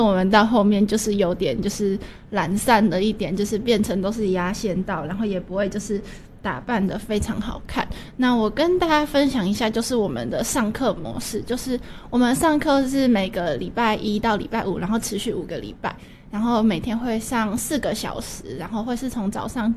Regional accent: Taiwan; accent: Taiwanese; 不是有些人讲英文会有一些就是台湾口音嘛，就是我也会，然后就是我也是那种讲韩文会有台湾口音的

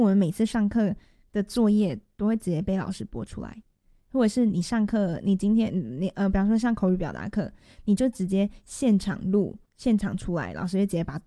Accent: Taiwan; 台湾人啊，我就台湾人啊，

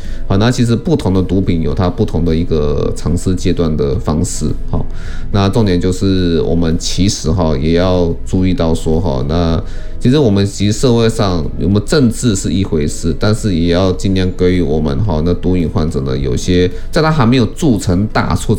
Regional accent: Taiwan; 但是他是我们台湾人拍的

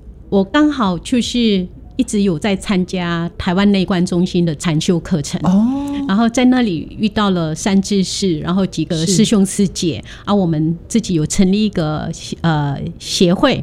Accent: Japan; Chinese is a second language; now in Taiwan; 那听众可能不知道漆艺就是我们日本人最喜欢用的漆具，是很漂亮的

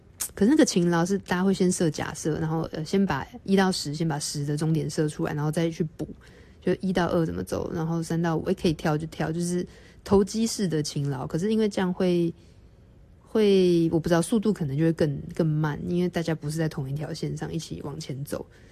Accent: Taiwan; 我们台湾

